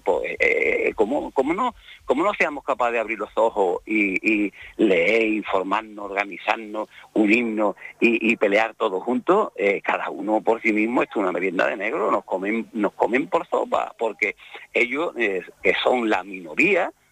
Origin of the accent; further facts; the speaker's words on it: Andalusia, Spain; accent: Andalusian; Yo soy andaluz, hablo malamente, pero no es que hable malamente, es que hablo andaluz, porque soy andaluz, me gusta el gazpacho, me gusta el pescadito frito